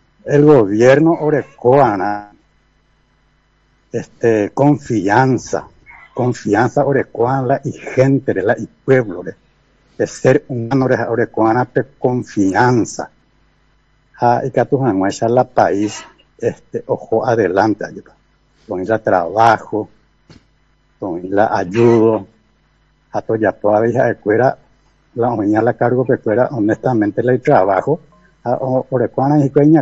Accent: Paraguay; como paraguayo, como pueblo paraguayo

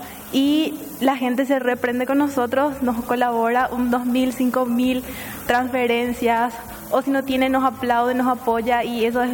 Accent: Paraguay; Somos en total 32 personas, 32 paraguayos.

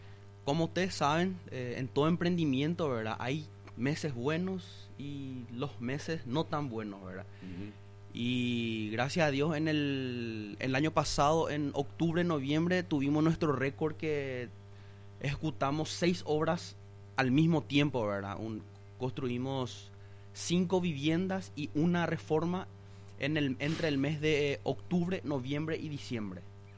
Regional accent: Paraguay

